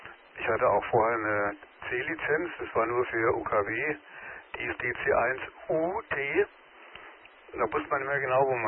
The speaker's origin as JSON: {"language": "German", "region": "Rhineland-Palatinate", "country": "Germany", "moved": "yes", "said": "Also ich kenne das aus der Pfalz, ich komme aus der Nähe von Kaiserslautern."}